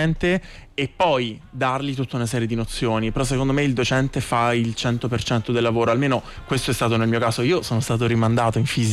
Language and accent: Italian; Altamura, Apulia, Italy; moved away as an adult; now in Rome, Italy; io non sono proprio di Roma, io sono pugliese. Mi sono trasferito a Roma per l'università a 19 anni